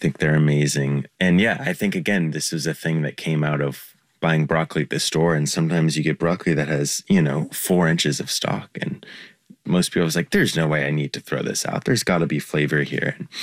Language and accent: English; the South and the Midwest, United States; now in New York, United States; this is kind of an ode to growing up in the South and the Midwest